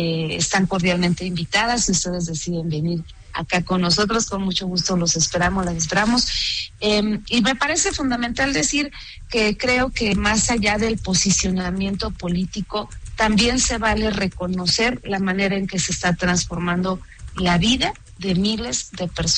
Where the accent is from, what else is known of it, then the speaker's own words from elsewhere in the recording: Mexico City, Mexico; Yo soy de Tlalpan, del sur de la ciudad, de estas zonas que son conurbadas al centro